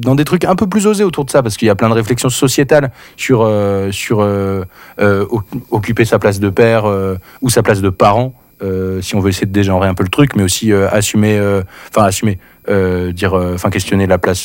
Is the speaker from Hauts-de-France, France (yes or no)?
yes; Hauts-de-France, France; born there; c'est le nom d'une rivière qui coule là où près de là où je suis né, dans le Pas-de-Calais, en Artois.